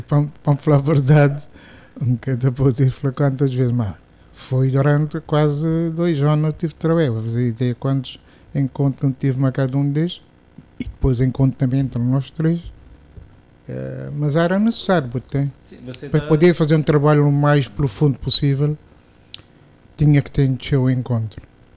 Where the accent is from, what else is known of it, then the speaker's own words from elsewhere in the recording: Ribeira Funda, Cape Verde; born there; Nasci na Ribeira Funda, dias há no mundo. Depois de Ribeira Funda, em Bapa Preguiça.